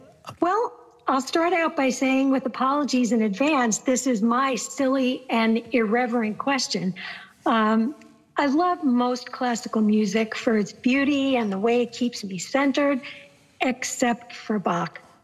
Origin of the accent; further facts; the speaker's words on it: New York, United States; now in Raleigh, United States; I'm originally from New York, but I'm living in North Carolina right now in Raleigh.